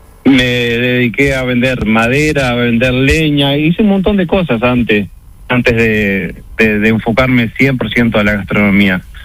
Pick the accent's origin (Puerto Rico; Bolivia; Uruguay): Uruguay; Como todo uruguayo que no se doblega ante nada.